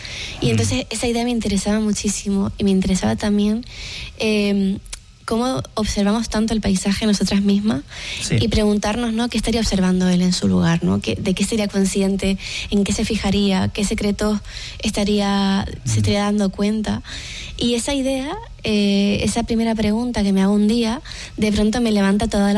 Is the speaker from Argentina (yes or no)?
no; Lanzarote, Canary Islands, Spain; Y regresar al lugar de donde naciste y creciste, creo que siempre lleva como una reconciliación.